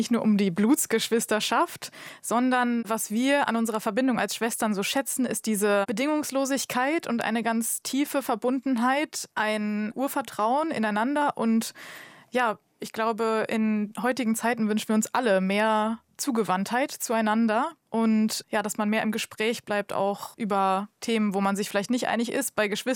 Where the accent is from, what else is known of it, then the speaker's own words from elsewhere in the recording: Dortmund, North Rhine-Westphalia, Germany; Und wir sind ziemlich eigentlich in der Oper in Dortmund aufgewachsen